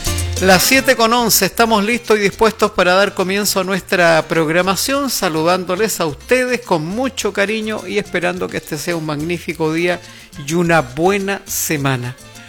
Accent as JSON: {"language": "Spanish", "country": "Chile", "said": "nosotros y ustedes somos chilenos todo el año."}